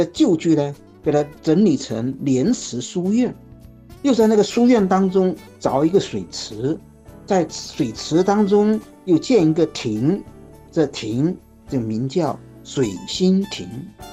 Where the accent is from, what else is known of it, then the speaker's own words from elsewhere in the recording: Taining, Fujian, China; 我的家乡是福建泰宁，山奇水异啊，现在是世界地质公园和世界自然遗产地。